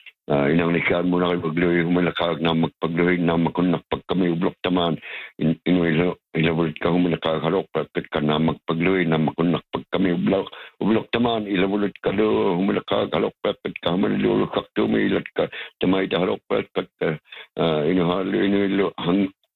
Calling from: Ulukhaktok, Northwest Territories, Canada; I'm from Ulukakto.

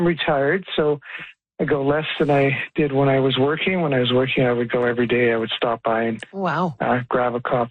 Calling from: Calgary, Alberta, Canada

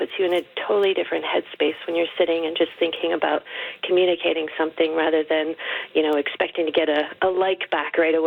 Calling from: Edmonton, Alberta, Canada; I'm calling from Edmonton.

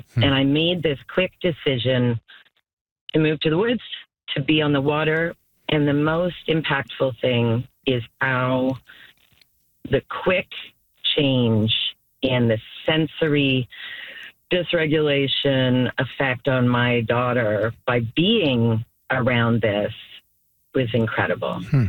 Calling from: Wakefield, Quebec, Canada; Wakefield has my heart. So, you know, it's that's where I live.

